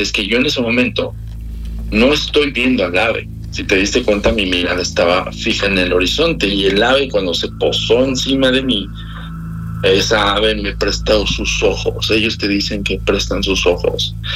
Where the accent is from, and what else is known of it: Mexico